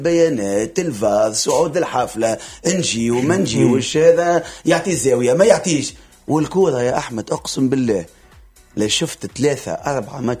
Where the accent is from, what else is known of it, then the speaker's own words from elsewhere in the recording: Sahel, Tunisia; راني أنا ساحلي لكن أنا تونسي